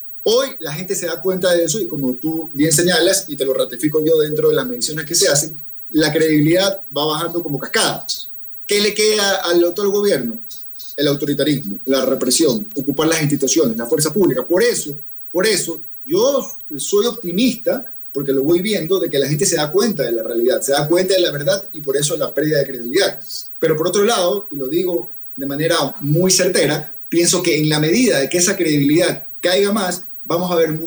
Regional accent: Ecuador; nosotros como ecuatorianos

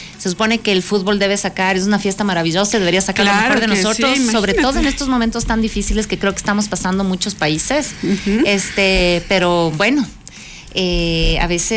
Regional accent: Ecuador

